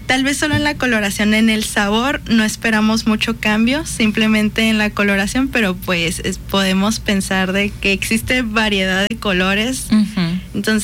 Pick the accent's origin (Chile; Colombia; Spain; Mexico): Mexico; hablando de nosotros como mexicanos, porque es parte de nuestra identidad